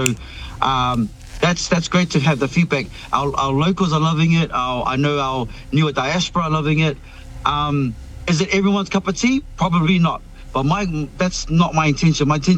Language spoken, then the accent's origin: English; Niue; born there; moved away; also born or lived in New Zealand; So growing up in Niue